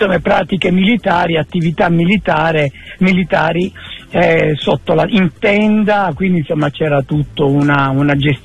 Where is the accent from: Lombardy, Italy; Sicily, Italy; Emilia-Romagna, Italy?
Sicily, Italy; Palermo; born there; also born or lived in Reggio Calabria; Io sono nato a Palermo, vissuto a Reggio Calabria, ma poi io mi sono arruolato in Guardia di Finanza